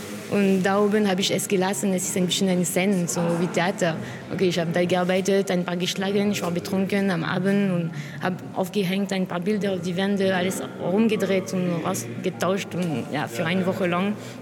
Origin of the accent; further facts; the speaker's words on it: France; German is a second language; now in Germany